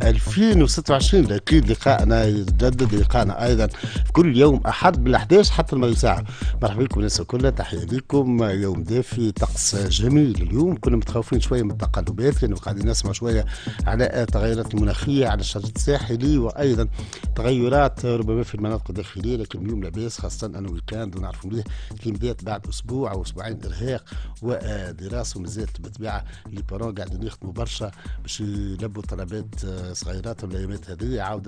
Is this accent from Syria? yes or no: no; Tunisia; عندنا في تونس